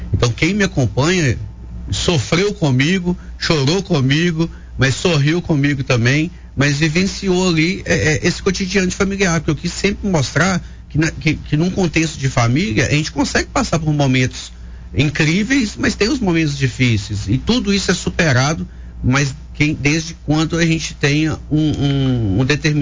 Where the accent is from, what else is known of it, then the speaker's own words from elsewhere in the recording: Coronel Fabriciano, Minas Gerais, Brazil; moved away as an adult; tenho 49 anos, sou de Fabriciano, sou nascido e criado em Coronel Fabriciano.